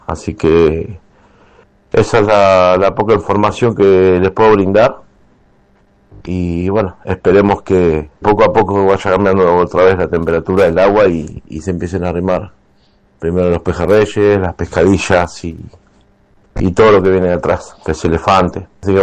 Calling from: Miramar, Buenos Aires Province, Argentina; de Miramar.

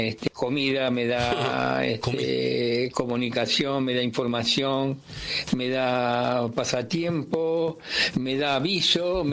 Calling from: Lugano, Buenos Aires, Argentina; de Lugano.

